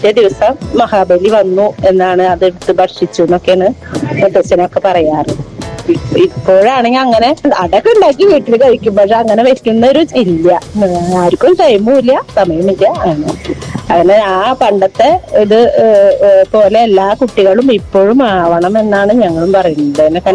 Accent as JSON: {"language": "Malayalam", "area": "Thrissur district", "region": "Kerala", "country": "India", "said": "തൃശൂർ ജില്ലയാണ്. അക്കിക്കാവ് എന്ന ദേശത്ത് താമസിക്കുന്നു."}